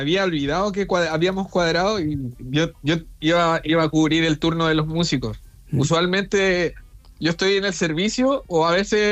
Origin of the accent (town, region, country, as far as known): Chile